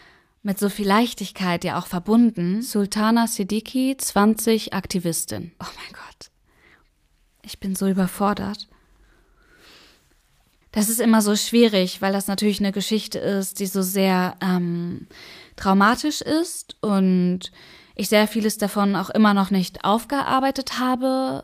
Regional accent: Afghanistan; German is a second language; moved away; Ich bin in Afghanistan geboren, 2004. Ich bin in einer Arbeiterfamilie aufgewachsen und hatte zum Glück die Möglichkeit, zur Schule zu gehen.

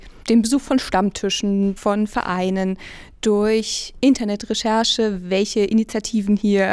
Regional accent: Thuringia, Germany; Ich komme auch aus Thüringen und kenne diese Stadt deswegen auch schon aus meiner Jugend

